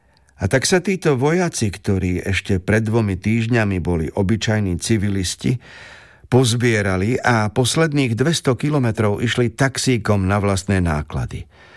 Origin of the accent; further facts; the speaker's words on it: Uzhhorod, Zakarpattia Oblast, Ukraine; z môjho rodného mesta Užhorod